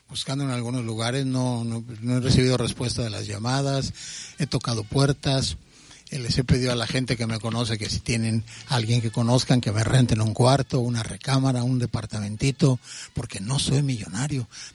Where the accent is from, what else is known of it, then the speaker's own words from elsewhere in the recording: Veracruz, Mexico; born there; also born or lived in Mexico City; Yo soy, bueno, se supone que nací en Veracruz. Ajá. Pero mi madre nunca me registró aquí, me registró en el Distrito Federal.